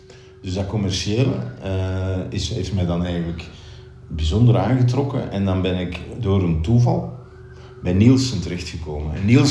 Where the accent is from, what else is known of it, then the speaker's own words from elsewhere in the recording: Belgium; zeker als Belg, dat staat ons aan.